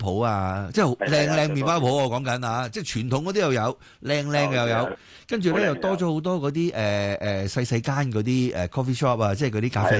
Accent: Kowloon, Hong Kong; 我就喺土瓜灣啊、九龍城啊呢一帶成長，所以我對呢個地方好有感情啊

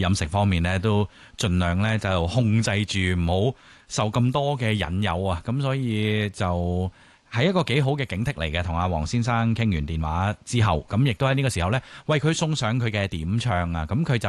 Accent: China; 即係我哋中国人都有句说话啦，物极必反啦嘛

